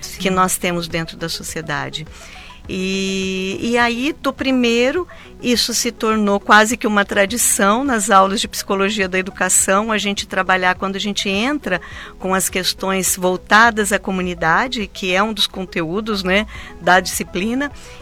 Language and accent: Portuguese; Brazil; Enquanto brasileiros que somos.